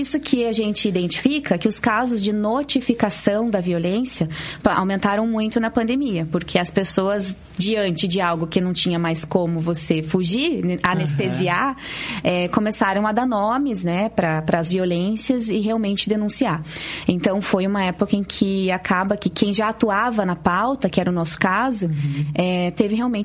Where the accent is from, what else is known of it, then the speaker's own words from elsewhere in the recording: Curitiba, Paraná, Brazil; né, aqui em Curitiba, na região sul, lá na regional do Boqueirão, né, onde eu fui criada